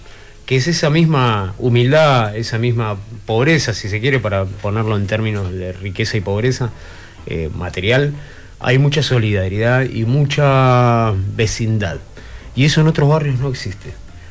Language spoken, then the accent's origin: Spanish; Buenos Aires, Argentina; A mí me han dicho, amigos, vos sos de... ¿Cómo se nota que sos de La Boca?